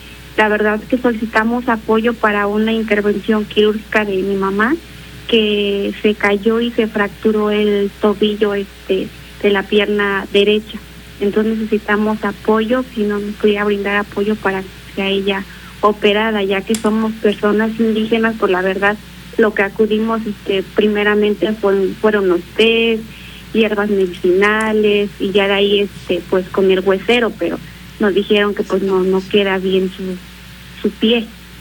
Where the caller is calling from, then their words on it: Ajalpan, Puebla, Mexico; De Ajalpan, Puebla